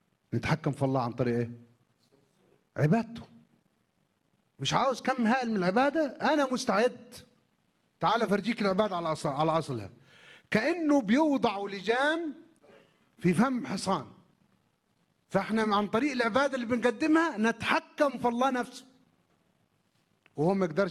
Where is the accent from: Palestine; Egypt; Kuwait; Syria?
Egypt; احنا كشعب مصري